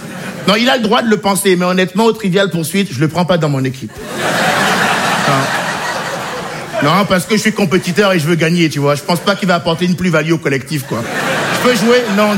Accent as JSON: {"language": "French", "country": "Benin", "tie": "born or raised there", "said": "J'ai grandi au Bénin. Un petit pays d'Afrique de l'Ouest, dont je vous dirais bien que c'est le pays le plus corrompu du monde."}